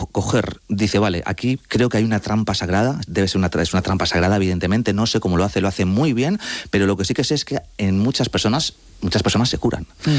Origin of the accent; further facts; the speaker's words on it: Madrid, Community of Madrid, Spain; A mí particularmente no me gusta el fútbol. O sea, estoy muy dividido porque aparte te he dicho ya que soy madrileño